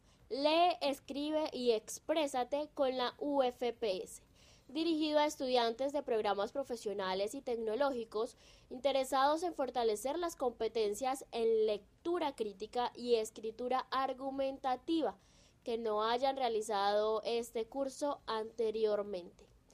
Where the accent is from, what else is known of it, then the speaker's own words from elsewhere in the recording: Colombia; nosotros, como buenos colombianos, nuevamente tenemos la fe intacta